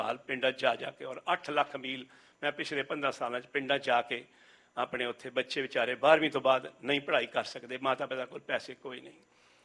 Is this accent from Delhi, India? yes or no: yes; Delhi, India; moved away as an adult; now in England; ਅੱਤ ਦੀ ਗਰੀਬੀ, ਟੁੱਟੀ ਟੀਨਾ ਦੇ ਛੱਤ ਦੇ ਘਰੋਂ ਮੈਂ ਨਿਕਲਿਆ, 6 ਭੈਣ ਭਰਾ, ਦਾਦਾ ਦਾਦੀ, ਮੰਮੀ ਪਾਪਾ, ਪਰ ਦਿੱਲੀ ਦਾ ਜੰਮਪਲ